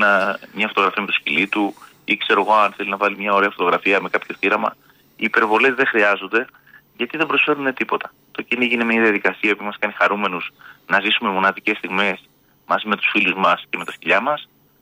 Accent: Epirus, Greece; Και εμένα οι θείοι μου, όλοι στο χωριό μου, στα Ζαγόρια

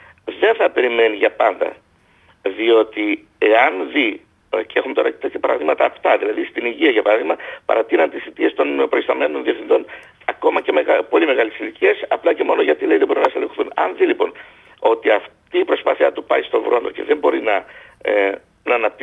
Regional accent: Epirus, Greece; Είμαι από την Ήπειρο

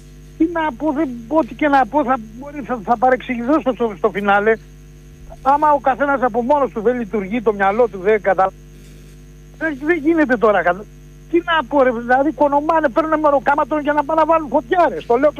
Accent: Aigio, West Greece, Greece; από το Αίγιο.

